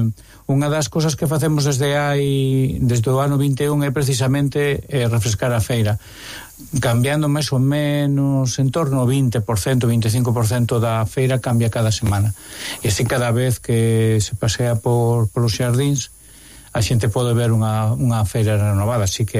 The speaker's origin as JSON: {"language": "Galician", "town": "Santiago de Compostela", "region": "Galicia", "country": "Spain", "said": "eu son de Santiago e teño que comer fora, cada vez que veño aquí e vexo a todo mundo ca bolsa de..."}